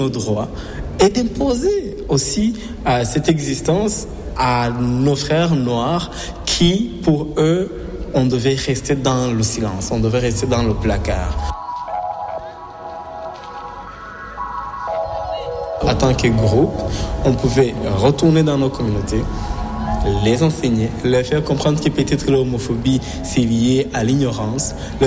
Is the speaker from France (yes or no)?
no; Rwanda; moved away as an adult; now in Montreal, Canada; Moi, je viens du Rwanda.